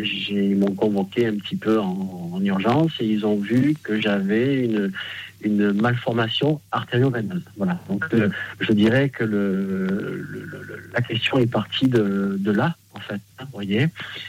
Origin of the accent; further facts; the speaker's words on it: Marseille, Provence-Alpes-Côte d'Azur, France; Je suis de Marseille.